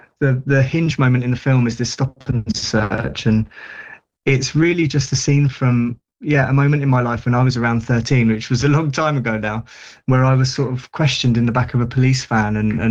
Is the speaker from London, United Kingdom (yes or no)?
yes; London, United Kingdom; So it was a similar deal in where I grew up in South London.